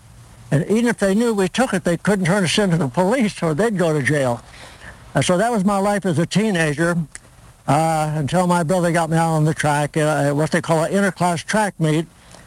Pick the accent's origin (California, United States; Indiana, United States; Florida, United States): California, United States; Torrance; first language Italian; English is a second language; also born or lived in Olean, New York; And so ever since I was 2 years old, I lived in Torrance, California, just south of L.A., about 20 miles.